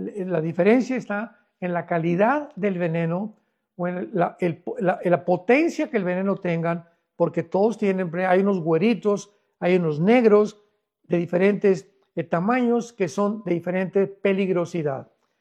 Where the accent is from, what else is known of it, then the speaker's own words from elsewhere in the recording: Acapulco, Guerrero, Mexico; moved away; cuando vivía muchos años, nosotros fuimos criados en Acapulco, Guerrero. Casi toda la primaria la hice allí en una escuela en Acapulco, Guerrero.